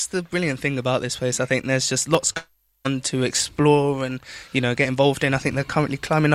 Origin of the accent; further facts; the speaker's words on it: London, United Kingdom; now in Isle of Wight, United Kingdom; growing up in London, in the city